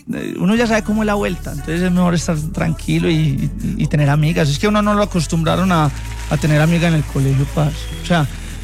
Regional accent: Sabaneta, Antioquia, Colombia; Yo soy de Sabaneta y una arepa con queso es algo sencillo, rápido y sabe rico.

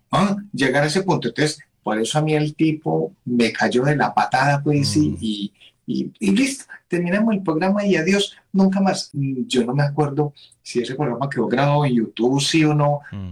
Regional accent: Medellín, Antioquia, Colombia; No, en Medallo.

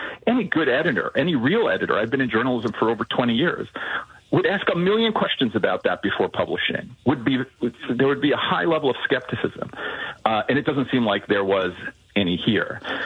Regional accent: United States; because I'm Jew and because I'm an American, but also because I'm a journalist

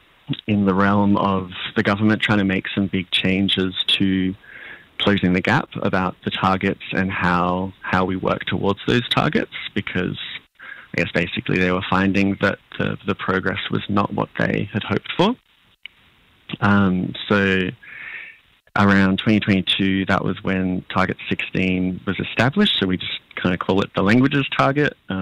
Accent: Canberra, Australian Capital Territory, Australia; born or raised there

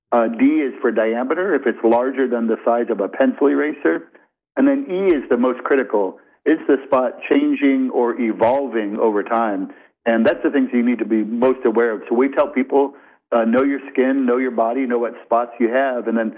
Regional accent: Florida, United States; I as a child, I didn't practice sun safety. I grew up in Florida.

